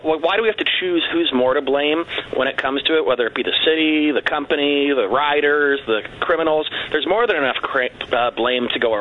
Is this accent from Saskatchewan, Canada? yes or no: no; Toronto, Ontario, Canada; Toronto, for example, my hometown where I was born.